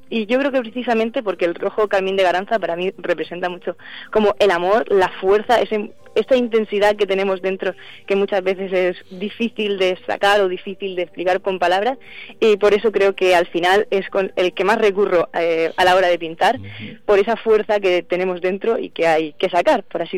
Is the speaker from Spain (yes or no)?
yes; Alcantarilla, Region of Murcia, Spain; moved away as an adult; now in Valencia, Spain; sería bonito que de donde yo soy, porque he hecho muchas exposiciones individuales en otras zonas, pero no en Alcantarilla.